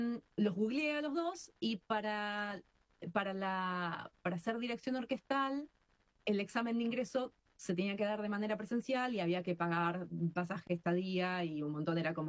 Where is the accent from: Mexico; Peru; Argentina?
Argentina; moved away as an adult; toda la formación que yo tenía en Argentina era válida